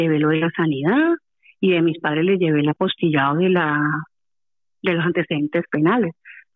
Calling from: Toledo, Castilla-La Mancha, Spain; de Toledo.

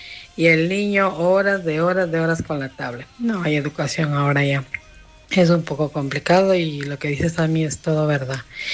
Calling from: Ecuador

